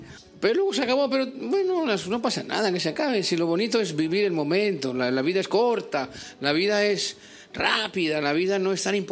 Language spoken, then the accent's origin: Spanish; Barcelona, Catalonia, Spain; que es de mi tierra, en Barcelona